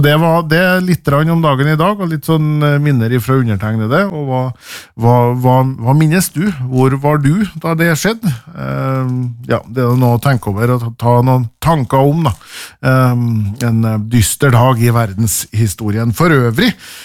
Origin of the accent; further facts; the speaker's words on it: Stjørdal, Trøndelag, Norway; Jeg var i Elvran, der jeg vokste opp da, i Stjørdal.